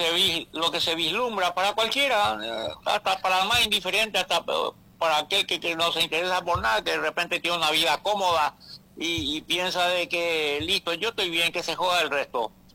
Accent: Paraguay; yo soy paraguayo y muy paraguayo, trabajé en la Argentina un tiempo y me volví al Paraguay porque quería volver al Paraguay.

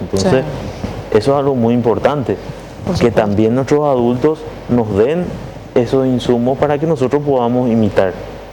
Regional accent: Paraguay; todos somos paraguayos y paraguayas.

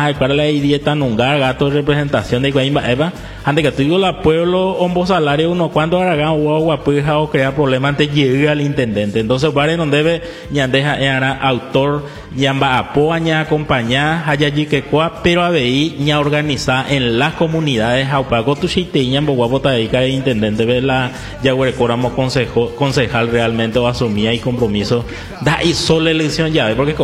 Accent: Paraguay

